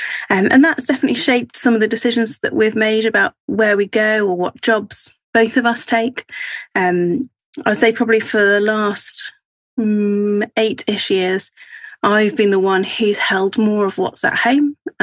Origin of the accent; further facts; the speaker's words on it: New Zealand; now in England; So I grew up in New Zealand where everyone had a bit of a can-do attitude.